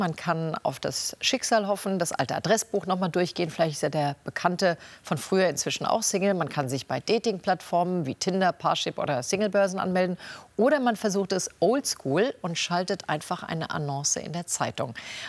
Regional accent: Hamburg, Germany; Jetzt mal als Hamburgerin, er ist ja am Schauspielhaus und wirklich ikonisch

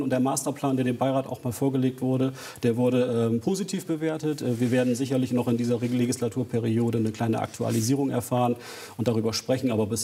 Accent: Bremen, Germany; Ich komme ja nun aus Bremen-Nord mein ganzes Leben lang.

